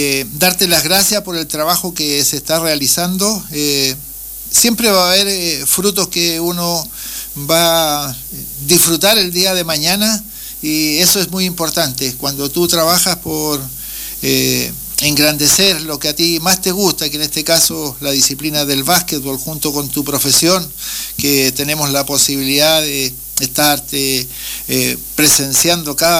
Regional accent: Puerto Aysén, Aysén, Chile; nos criamos juntos ahí en Puerto Aysén.

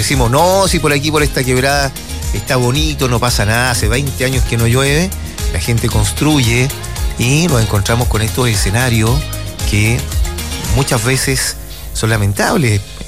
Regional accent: Chile; así somos los chilenos

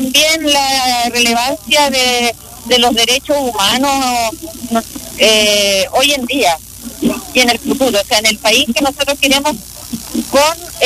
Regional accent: Aysén, Chile

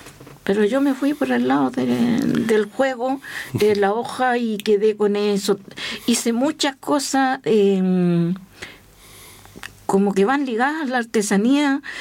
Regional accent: Villa Alegre, Maule, Chile; yo soy de nací y criada en Villa Alegre.

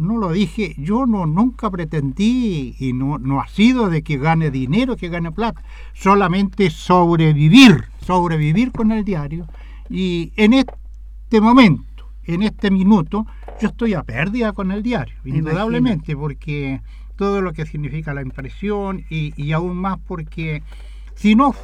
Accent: Cauquenes, Maule, Chile; mi tierra cauquenina

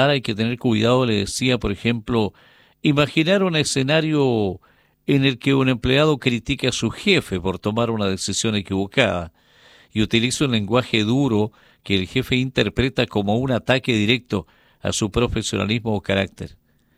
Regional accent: Chile; vamos a consolidar algo firme también como sociedad chilena y mundial.

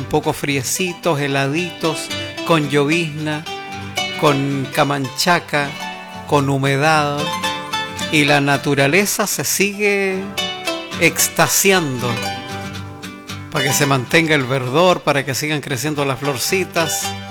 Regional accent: Chile; Aquí no hay pobreza en lo musical, porque somos chilenos todo el añ

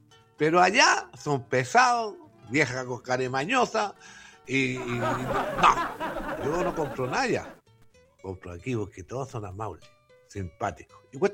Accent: Chile; Voy a brindar por mi Chile, voy a brindar por mi tierra.

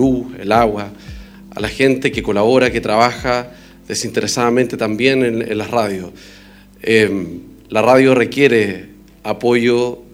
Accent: Rancagua, O'Higgins, Chile; born there; Yo soy hijo de la radio. Nací en Rancagua, en la radio Bienvenida.

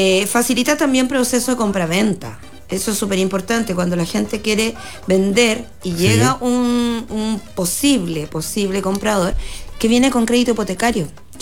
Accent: Chile; somos chilenos

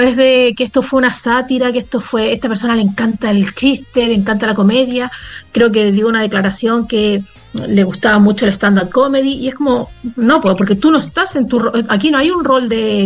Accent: Chile

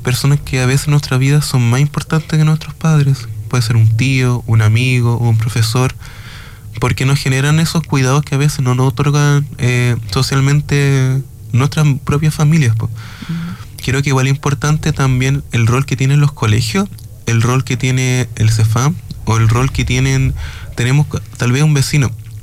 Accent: Villa Alegre, Maule, Chile; por lo menos allá yo soy de oriundo de Estación Villa Alegre.

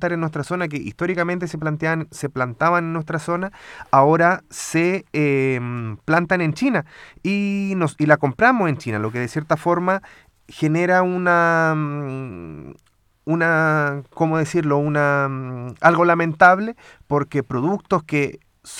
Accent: Maule, Chile; si estoy viviendo en el Maule, si nací y me crié en el Maule, evidentemente tengo que consumir productos que sean de mi tierra

